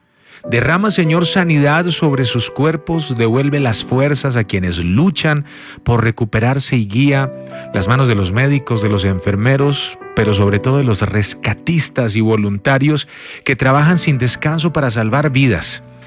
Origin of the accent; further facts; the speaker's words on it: Armenia, Quindío, Colombia; nosotros aquí en Colombia, sobre todo yo que soy de Armenia.